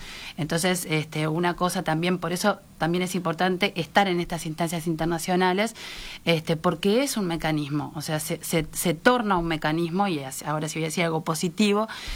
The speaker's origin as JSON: {"language": "Spanish", "country": "Uruguay"}